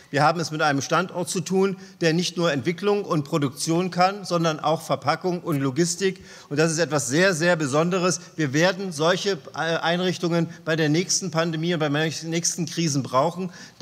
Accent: Germany; Die erste Frage, die wir uns als Deutsche stellen müssen

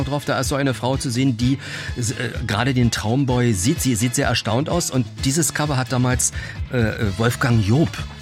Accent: Brandenburg, Germany; Ich bin es gewöhnt, im Spreewald aufgewachsen. Da kennt man das, den Ärger mit den Mücken.

